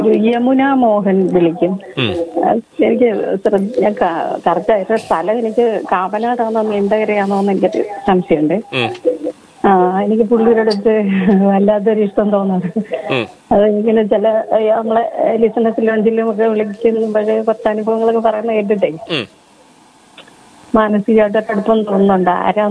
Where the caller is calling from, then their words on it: Kureepuzha, Kerala, India; Kureepuzha.